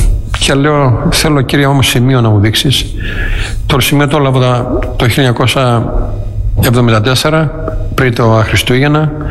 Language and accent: Greek; Greece; moved away; also born or lived in Australia